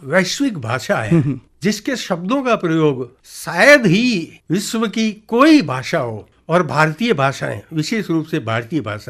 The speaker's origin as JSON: {"language": "Hindi", "region": "Rajasthan", "country": "India", "said": "जी हमारे राजस्थान में लोग धोती, पुरुष जो है वो धोती पहनते हैं"}